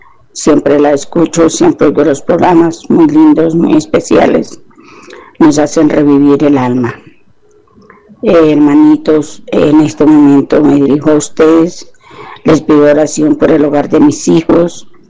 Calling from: Colombia; por nuestra patria, por nuestra Colombia.

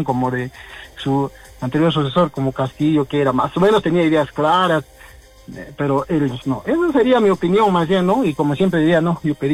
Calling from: Arequipa, Peru; Ciudad de Arequipa

